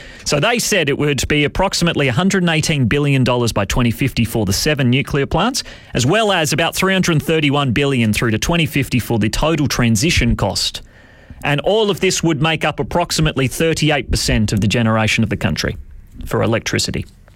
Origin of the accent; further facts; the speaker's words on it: South Australia, Australia; Made us have a bit more of an appetite for travelling around as we're from the Riverlands.